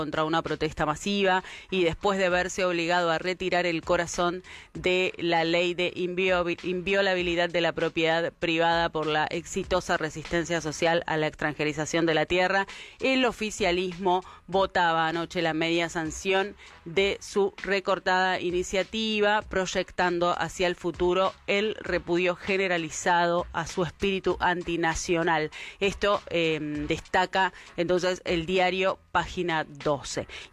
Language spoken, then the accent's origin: Spanish; Argentina; ya como pueblo argentino